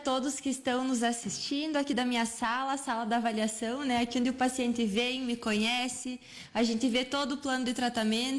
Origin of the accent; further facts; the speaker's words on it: Soledade, Brazil; Então, eu sou aqui de Soledade, né? Para quem não me conhece, sou do interior, eu sou da comunidade do Pinhal. Moro aqui na cidade agora